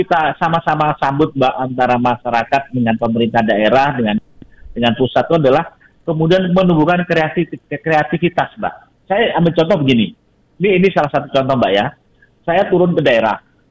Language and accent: Indonesian; Boyolali, Central Java, Indonesia; Saya orang Boyolali